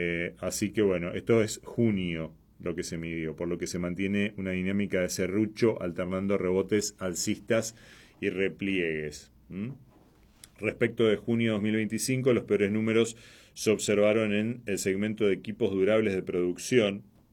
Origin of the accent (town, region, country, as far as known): Argentina